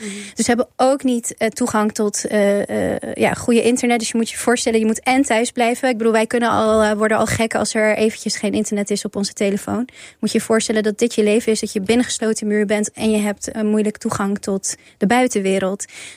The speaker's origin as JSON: {"language": "Dutch", "country": "Afghanistan", "said": "We hebben echt een nachtmerrie voor onze ogen. Niet alleen als Afghanen, maar ik denk gewoon de hele wereld heeft dat kunnen zien."}